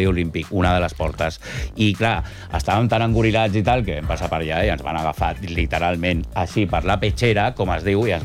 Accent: Sant Feliu de Llobregat, Catalonia, Spain; Jo vinc del Baix Llobregat i tinc aquest anglès alat. Tinc aquest anglès alat de Sant Feliu de Llobregat.

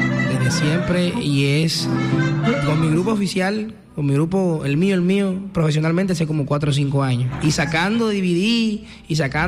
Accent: Barranquilla, Atlántico, Colombia; No, es que ellos son barranquilleros. Yo soy más barranquillero que otra cosa.

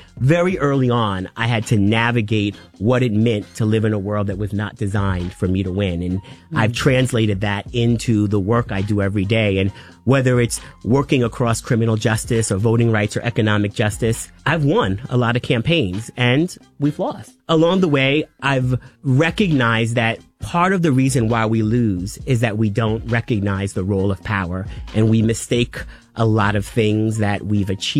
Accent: Riverhead, New York, United States; I grew up on Eastern Long Island, the last exit on Long Island Expressway, Riverhead, and my family got there through the Great Migration.

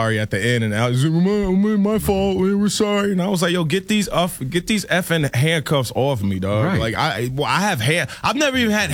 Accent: the South, United States; I say, I'm from the South. I say, yes, ma'am, no, sir, all of that stuff.

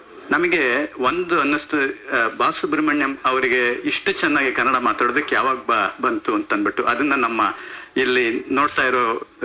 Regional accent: Karnataka, India; now in Sydney, Australia; ನಾವು ಕನ್ನಡ ನಮ್ಮ ಕನ್ನಡ ಬಾಂಧವರು ಬಹಳ ಜನ ಇದ್ದಾರೆ ಸಿಡ್ನಿನಲ್ಲಿ. ನಾವು ಕನ್ನಡಿಗರೆಲ್ಲ ಹೊರಗೆ ಬಂದ್ಬಿಟ್ಟು ನಮಗೆ ಕನ್ನಡ ಭಾಷಾ ಪ್ರೇಮ ತುಂಬ 3-4 ಹೆಚ್ಚಲ್ಲಿ ಹೆಚ್ಚಾಗೋಗ್ಬಿಟ್ಟಿದೆ.

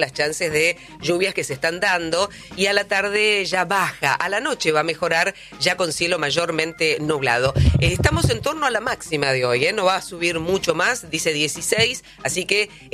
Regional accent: Argentina; Y porque somos todos argentinos y porque evidentemente estamos a pleno con la selección que va a jugar.

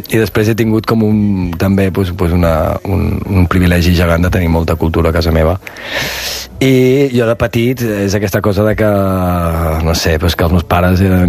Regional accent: Verges, Catalonia, Spain; Jo sóc fill de Verges.

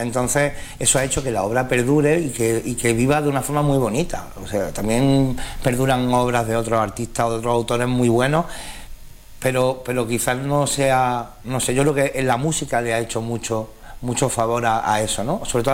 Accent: San Juan, Andalusia, Spain; now in Linares, Spain

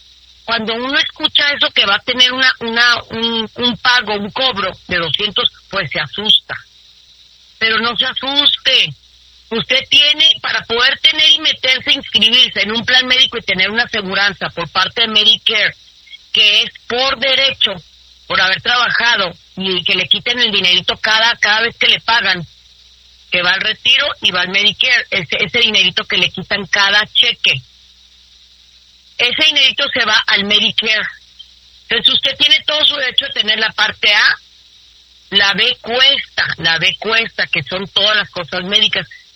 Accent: Mexico; Pero como somos buenos mexicanos, pues ahí estamos, ¿no?

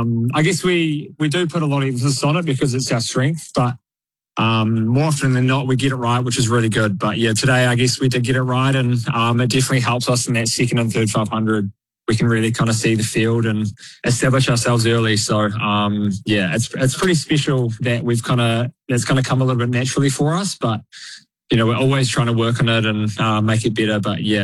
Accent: Christchurch, Canterbury, New Zealand; growing up in Christchurch

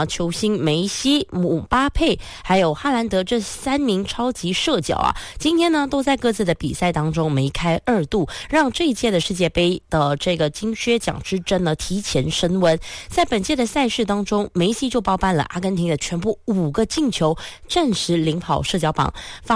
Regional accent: Fujian, China; 我自己就是因为真的差的很多，对我们福建人来说

